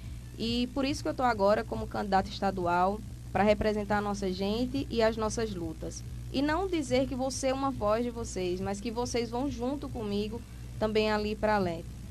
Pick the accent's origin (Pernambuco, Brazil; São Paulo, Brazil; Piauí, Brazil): Pernambuco, Brazil; Toritama; Eu sou filha de dois costureiros, Aninha e Missinha, venho aqui do Polo de Confecções, eu não venho de berço de ouro e nem de nenhuma família política. Eu venho da força das pessoas trabalhadoras aqui da nossa cidade.